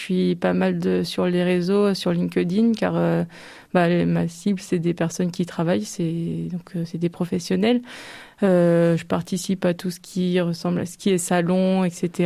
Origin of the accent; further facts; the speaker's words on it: Normandy, France; also born or lived in Lyon / Tours; Je viens de la Manche, de la Hague même, et j'ai dû partir comme beaucoup de jeunes de mes études, pour les études de la Manche.